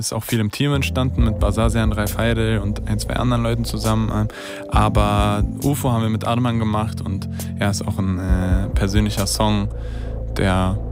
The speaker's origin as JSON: {"language": "German", "region": "Berlin", "country": "Germany", "tie": "born or raised there", "said": "Ich bin ja in Moabit aufgewachsen und bin immer noch in Moabit."}